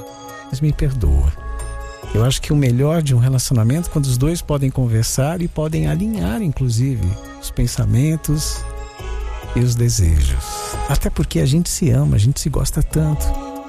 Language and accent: Portuguese; Irecê, Bahia, Brazil; sou de Irecê, na Bahia. Beijo aí pra todo mundo da Bahia.